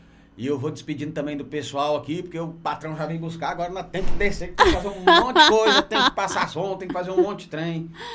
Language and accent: Portuguese; Goiás, Brazil; now in Mato Grosso, Brazil; eu sou um goiano com coração mato-grossense, né?